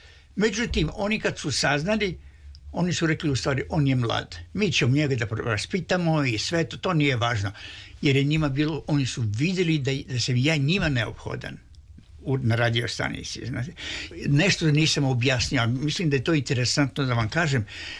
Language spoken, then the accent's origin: Serbian; Russia; Pored toga, ja sam bio Rus.